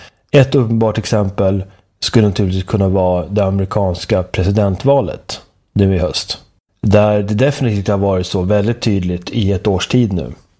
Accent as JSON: {"language": "Swedish", "country": "Sweden", "said": "jag ska inte säga att jag är likgiltig inför, inför att jag kommer från Sverige."}